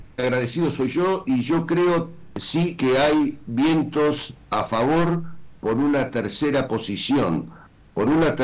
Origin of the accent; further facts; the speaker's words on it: Argentina; yo creo que todos somos argentinos, todos nacimos en esta tierra, todos tenemos aquí nuestra familia y hemos trabajado aquí.